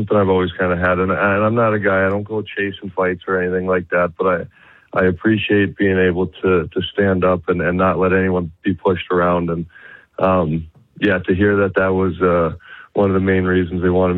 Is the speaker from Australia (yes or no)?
no; Stratford, Ontario, Canada; born there; also born or lived in Wainwright, Alberta; Yeah, I was born in Wainwright, and then when I was about 8 years old, moved out to Stratford, Ontario, and did most of my formative years were out there. But we still got a handful of ties in Wainwright.